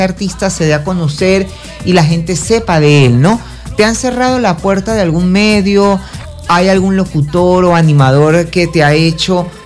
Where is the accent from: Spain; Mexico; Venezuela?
Venezuela